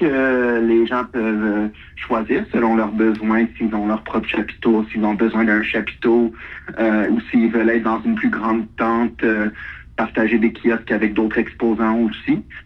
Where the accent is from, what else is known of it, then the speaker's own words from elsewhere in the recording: Quebec, Canada; now in Sept-Îles, Canada; ma région natale. J'ai grandi dans les cantons de l'Est